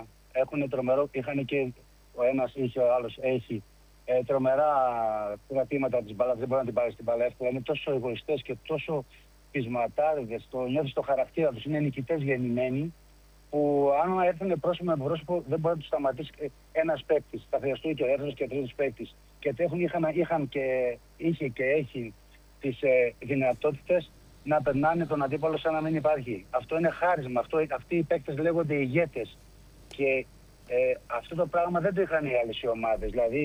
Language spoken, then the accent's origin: Greek; Greece; για μας σαν Έλληνες